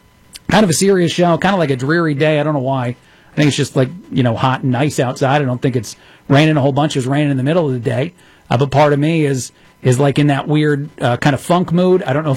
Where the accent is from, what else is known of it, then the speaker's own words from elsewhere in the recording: New Jersey, United States; We all love those growing up in New Jersey.